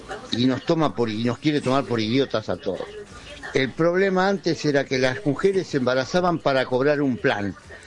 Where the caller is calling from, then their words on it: Remedios de Escalada, Buenos Aires Province, Argentina; de Remedios de Escalada.